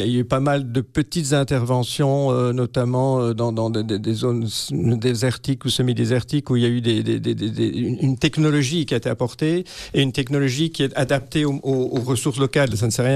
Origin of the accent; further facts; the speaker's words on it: Belgium; On est européen, on est belge, on a cette éducation-là.